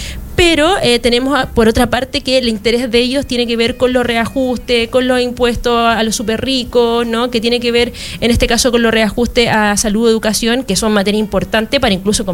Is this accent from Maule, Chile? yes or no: no; Valparaíso, Chile; porque somos porteñas